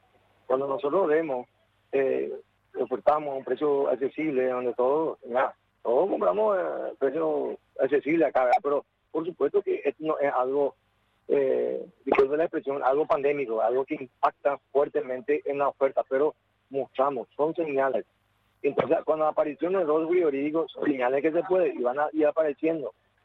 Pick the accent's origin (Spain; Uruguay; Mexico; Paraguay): Paraguay